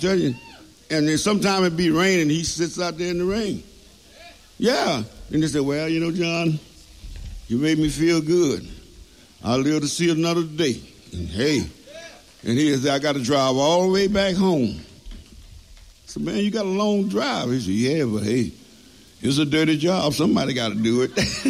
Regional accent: Camden, Mississippi, United States; See, I was born and raised in Mississippi, you know? So that's the way I play the music. I play the blues the way I was raised up. Way down in little place called Camden, Mississippi.

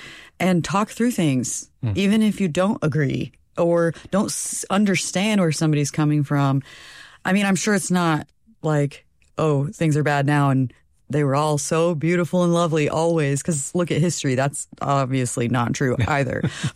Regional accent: Illinois, United States; And I grew up in Illinois

